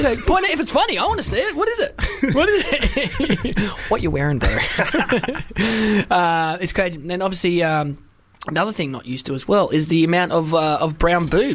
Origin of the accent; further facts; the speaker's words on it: United Kingdom; born there; I was born in Britain